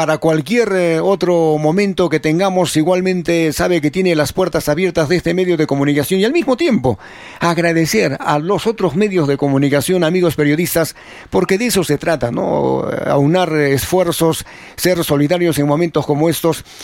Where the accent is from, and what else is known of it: Peru